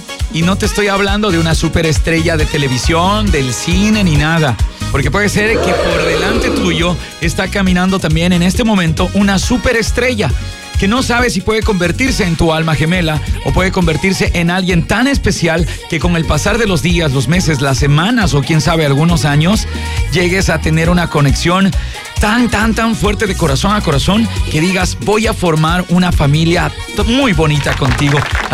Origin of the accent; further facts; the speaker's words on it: Baños de Agua Santa, Tungurahua, Ecuador; Muchos saben que soy de Baños de Agua Santa